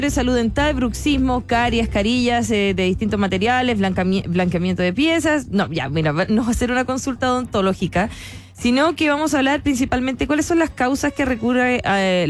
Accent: Chile; ¿Cómo somos los chilenos también con la higiene dental?

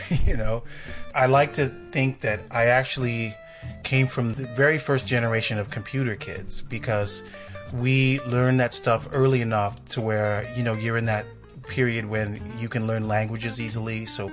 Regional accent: California, United States; also born or lived in Chicago / Baltimore / Philadelphia; after that, we moved to Baltimore and Philadelphia and then to Northern California. And most of my growing up years were actually in Northern California.

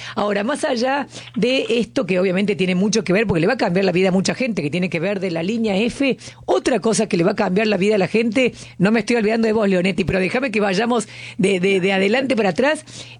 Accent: Buenos Aires, Argentina; Doy vueltas por el auto, soy porteña, camino, más el auto, más todo, y verdaderamente era un problema, así que lo celebro.

